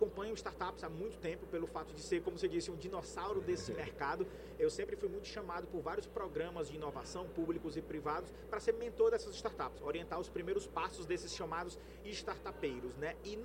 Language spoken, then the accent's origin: Portuguese; Ceará, Brazil; nós que somos do Ceará